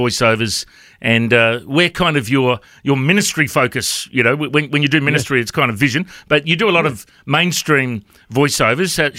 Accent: Coffs Harbour, New South Wales, Australia; you and I grew up in Coffs Harbour

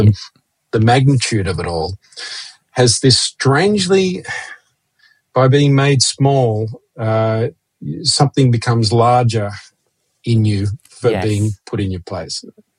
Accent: Sydney, New South Wales, Australia; I liken teacher training in Sunday school in the system that we grew up in Sydney.

